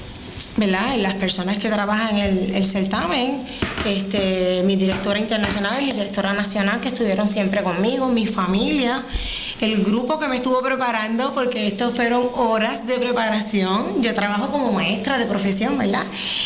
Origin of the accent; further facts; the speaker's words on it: San Germán, Puerto Rico; tuve un apoyo increíble de mi pueblo de San Germán